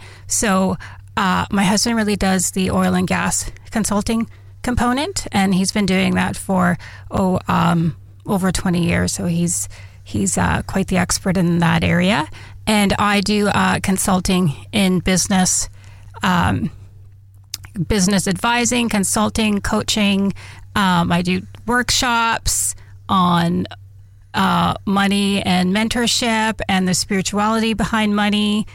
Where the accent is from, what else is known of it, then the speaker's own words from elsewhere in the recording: Driftpile, Alberta, Canada; So my mom is from Driftpile in Treaty 8 territory. So I grew up kind of in the Driftpile, Swan River area, First Nation.